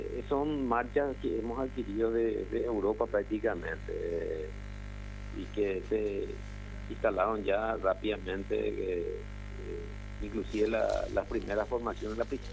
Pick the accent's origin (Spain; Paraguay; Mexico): Paraguay